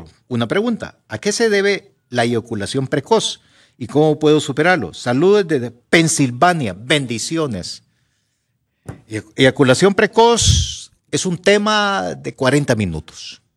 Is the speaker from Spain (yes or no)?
no; La Trinidad, Comayagua, Honduras; El otro día platicaba yo con unos niños de allá de mi pueblo, la Trinidad Comayagua.